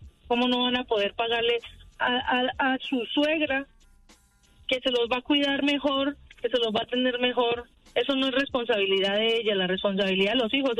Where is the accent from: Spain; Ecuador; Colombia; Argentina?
Colombia; now in Tracy, United States; Oh. Yeah, Tracy. All right. ¡Arriba! ¡Soy colombiana!